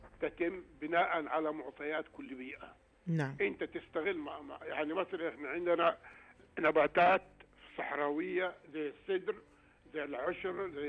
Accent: Saudi Arabia; إحنا عندنا الأمطار في المملكة العربية السعودية بتختلف من منطقة أخرى

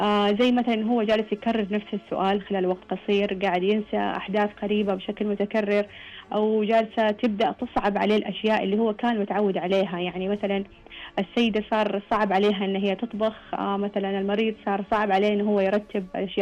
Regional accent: Saudi Arabia; عندنا بالسعودية

